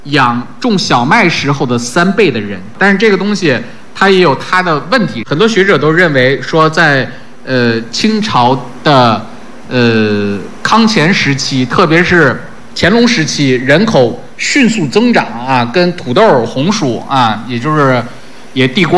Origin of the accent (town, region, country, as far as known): China